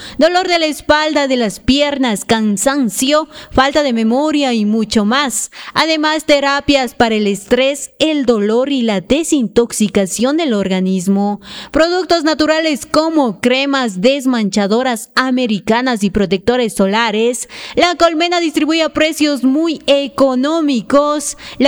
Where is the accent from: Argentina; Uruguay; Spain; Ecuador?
Ecuador; nos recuerda que somos ecuatorianos